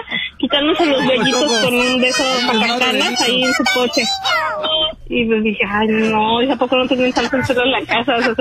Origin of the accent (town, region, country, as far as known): Mexico City, Mexico